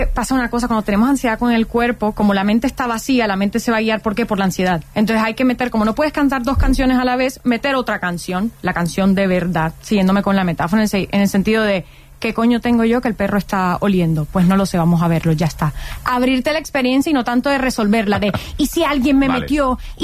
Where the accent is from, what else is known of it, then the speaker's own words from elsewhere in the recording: Colombia; Que siempre cuando se enteran de que vengo de Colombia a visitar a mi familia, es control aleatorio.